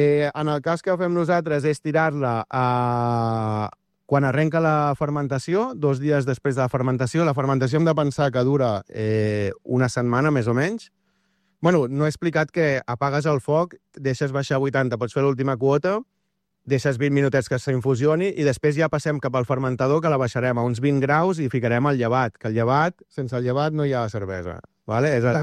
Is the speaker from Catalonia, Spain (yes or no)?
yes; Arenys de Mar, Catalonia, Spain; Arenys de Mar, sempre. Capital de l'Almaresma.